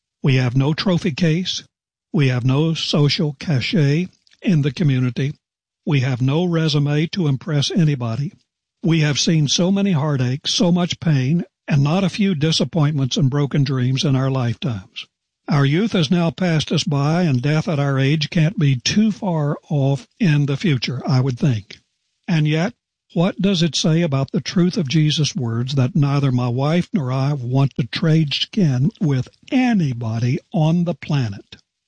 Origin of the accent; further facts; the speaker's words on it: West Virginia, United States; There was a man in my home state of West Virginia